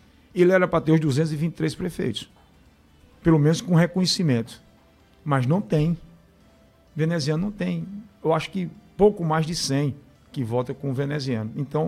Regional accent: Sousa, Paraíba, Brazil; e sou de Souza, sou deputado, que tem boas propostas

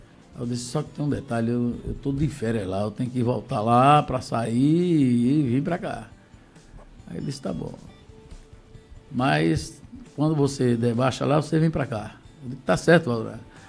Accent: Paraíba, Brazil; moved away; also born or lived in Rio de Janeiro; eu sou da Paraíba, mas eu trabalho em rádio no Rio de Janeiro

